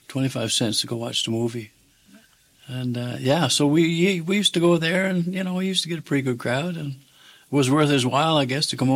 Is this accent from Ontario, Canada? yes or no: no; Woody Point, Newfoundland and Labrador, Canada; I was born in Norse Point Cottage Hospital. I live in Woody Point until I was about 24. Then I moved away and came back in 2021.